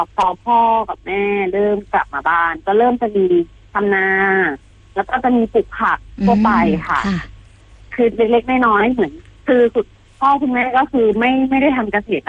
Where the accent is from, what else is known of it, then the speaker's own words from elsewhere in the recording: Bangkok, Thailand; moved away as an adult; now in Kanchanaburi, Thailand; จริงๆแล้วเติบโตที่กรุงเทพเลยค่ะ